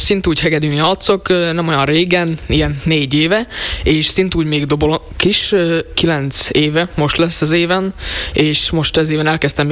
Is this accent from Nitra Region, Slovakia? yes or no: no; Rožňava, Košice Region, Slovakia; Hát ide származunk, szóval nagyon tetszik.